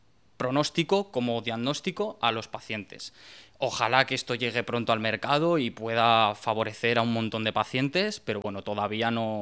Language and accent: Spanish; Madrid, Community of Madrid, Spain; yo hice biología en Madrid, soy madrileño, estudié en la Universidad de Alcalá